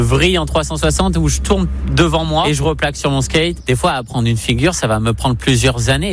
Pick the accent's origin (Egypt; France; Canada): France; Bordeaux, Nouvelle-Aquitaine; skateur professionnel. Je suis girondin, je suis né à Bordeaux, j'ai 33 ans